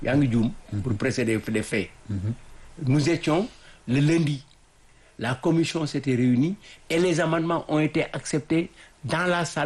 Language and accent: French; Senegal; Nous sommes Sénégalais.